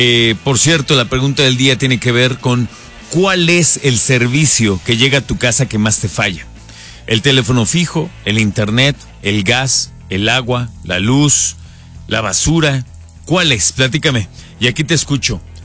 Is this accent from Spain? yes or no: no; Mexico; porque soy mexicano